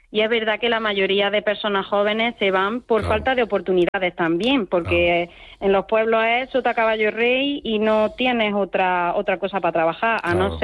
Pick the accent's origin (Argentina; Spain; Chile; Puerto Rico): Spain; Villacarrillo, Andalusia; cuando voy de visita a mi pueblo, en Villacarrillo y en Jaén